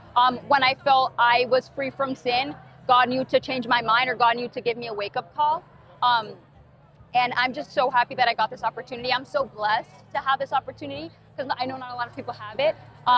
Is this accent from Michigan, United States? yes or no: no; Texas, United States; I'm 21 years old. I'm from United States, specifically Texas. And this is my first time at the Medigore Festival.